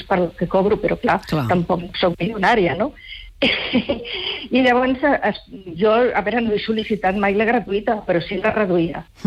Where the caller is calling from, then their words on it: Barcelona, Catalonia, Spain; jo soc una persona que he treballat des dels 14 anys aquí a la ciutat de Barcelona